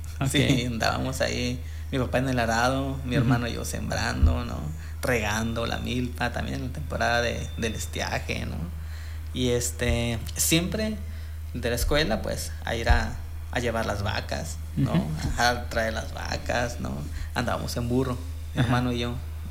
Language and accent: Spanish; Jalisco, Mexico; born there; also born or lived in Autlán / Lagunillas; Nací aquí en Autlán. Mis primeros 9 años estuve en Lagunillas.